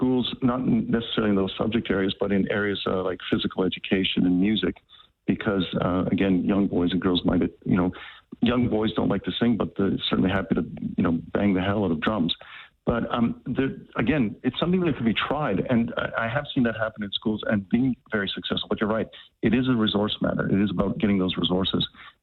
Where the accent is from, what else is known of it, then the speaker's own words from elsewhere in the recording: Canada; You're right. I am from Canada and I do remember British Bulldog played it very feverishly as a young lad.